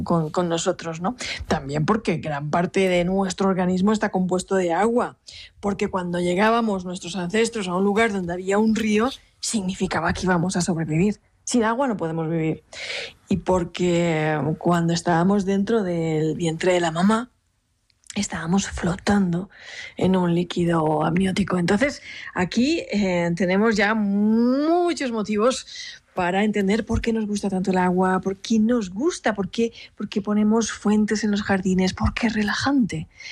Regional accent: Alicante, Valencian Community, Spain; O sea, yo, por ejemplo, que soy del Mediterráneo, de Alicante

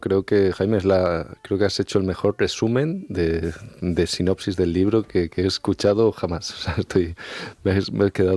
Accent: Extremadura, Spain; Yo soy extremeño, ¿vale? No exactamente de Puerto Urraco ni de esa zona, pero bueno, soy extremeño.

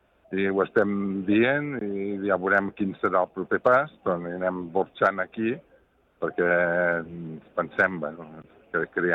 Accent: Catalonia, Spain; que era el responsable de la vinya i sóc del Penedès i bàsicament tinc vinyes

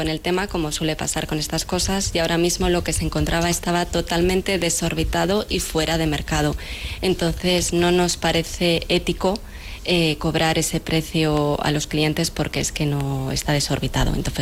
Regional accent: Spain; Entre lo que has dicho, que somos españoles y nos gusta dejar todo para última hora

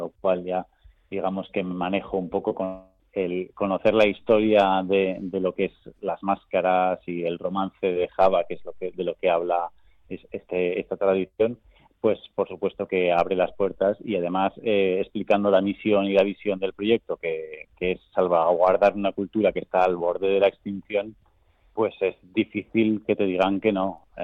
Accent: Zaragoza, Aragon, Spain; yo soy de Zaragoza

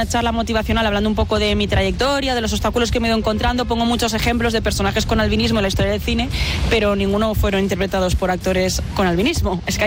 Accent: Valencian Community, Spain; Digo, mira, es que mi país es el mismo que el tuyo. Soy de España, soy valenciana.

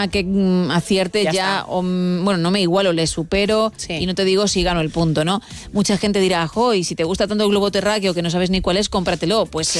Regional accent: Madrid, Community of Madrid, Spain; born there; No, nací en Madrid.

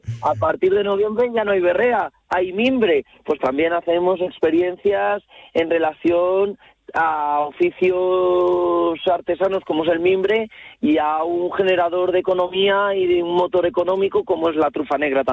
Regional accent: Cuenca province, Castilla-La Mancha, Spain

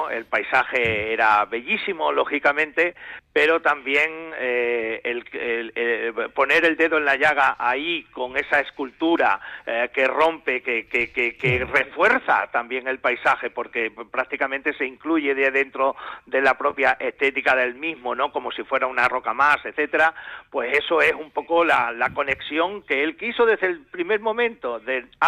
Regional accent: Malpartida de Cáceres, Extremadura, Spain; ver en mi pueblo, en el cine de mi pueblo

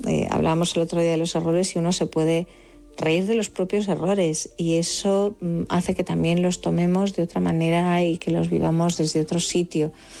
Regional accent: Galicia, Spain

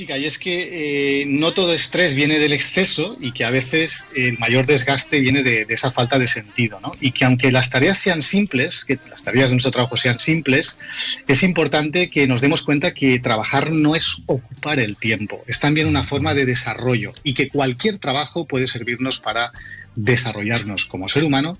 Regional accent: Algemesí, Valencian Community, Spain; estuve mucho tiempo poniendo gasolina en Algemesí, que es de donde yo soy.

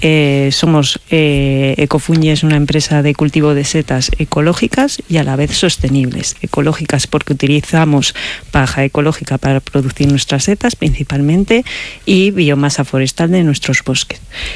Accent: Valladolid, Castile and León, Spain; moved away as an adult; now in Becerril del Carpio, Spain; Yo soy vallisoletana, pucelana.

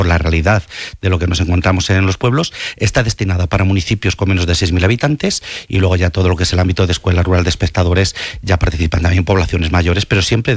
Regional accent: Sequeros, Castile and León, Spain; como pueda ser mi caso en mi pueblo Sequeros también

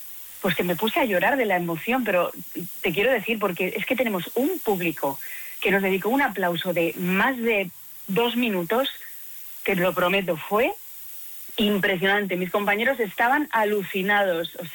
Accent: Basque Country, Spain; Pero es que cómo somos los vascos, ¿eh?

